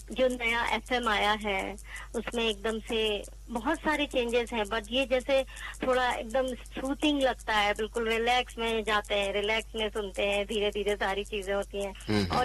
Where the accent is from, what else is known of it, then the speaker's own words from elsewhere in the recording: Vidisha, Madhya Pradesh, India; moved away as an adult; now in Jabalpur, India; अभी जबलपुर में हूँ। मेरा होम टाउन वैसे विदिशा है।